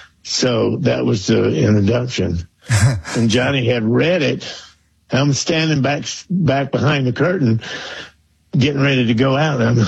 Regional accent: Georgia, United States; My heritage, the South, growing up in Georgia.

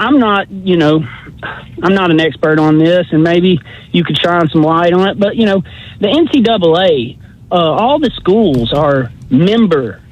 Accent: the South, United States; I'm cold natured. You know, I'm born and bred in the South.

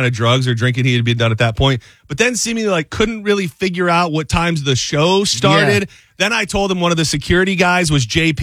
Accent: Connecticut, United States; I'm from Connecticut.

